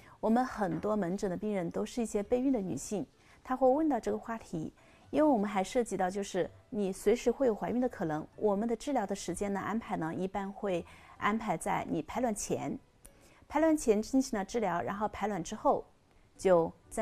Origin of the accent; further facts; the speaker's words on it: Changsha, Hunan, China; 我们长沙人们喜欢吃三伏鸡